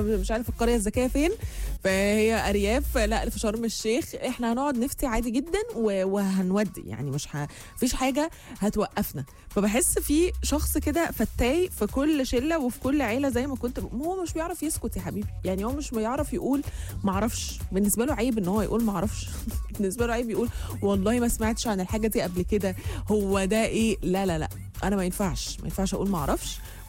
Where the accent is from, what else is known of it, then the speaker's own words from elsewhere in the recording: Egypt; إحنا كلنا كمصريين